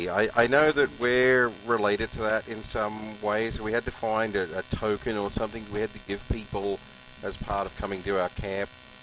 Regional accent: Australia; now in Ottawa, Canada; I'm Australian. I've lived in Ottawa for 18 years.

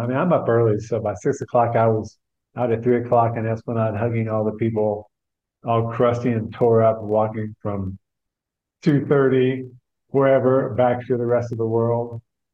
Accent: Texas, United States; Grew up in Texas, hence the name, or the moniker they gave me. And but grew up in small town Texas and was always the weird kid, the weird artist kid.

